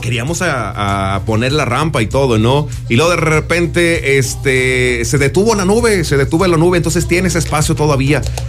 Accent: Soledad de Graciano Sánchez, San Luis Potosí, Mexico; Yo soy de Soledad.

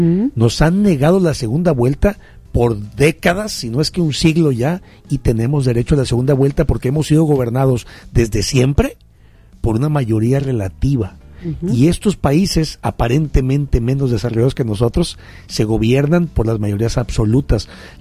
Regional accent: Mexico

